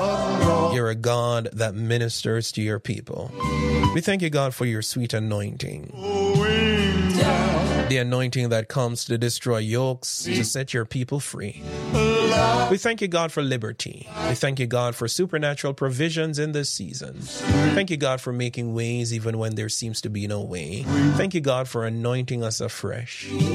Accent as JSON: {"language": "English", "town": "Spanish Town", "region": "Saint Catherine", "country": "Jamaica", "tie": "born or raised there", "said": "I like how Spanish Town is being transformed. That's my home town, right?"}